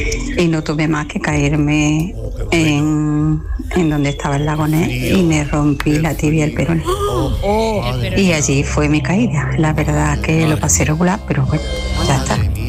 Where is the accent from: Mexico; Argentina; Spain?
Spain; Lucena, Andalusia